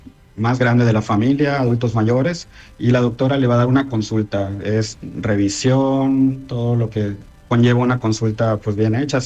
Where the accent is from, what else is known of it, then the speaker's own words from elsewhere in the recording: Chetumal, Quintana Roo, Mexico; Somos químicos de Chetumal, trabajando para ustedes, chetumaleños, de corazón.